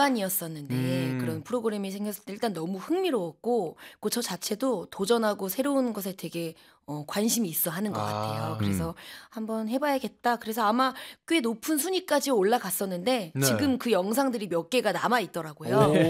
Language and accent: Korean; Gwangju, South Korea; 목소리가 허스키해서 제가 전라도 광주 출신인데 그쪽에는 아무래도 이렇게 판소리 하시는 분들도 많이 있고